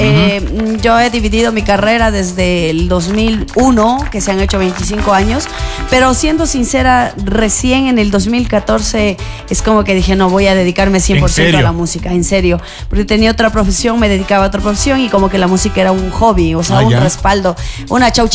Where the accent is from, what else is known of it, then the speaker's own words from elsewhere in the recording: Latacunga, Cotopaxi, Ecuador; Yo soy de la ciudad de La Tacunga, la provincia de Cotopaxi.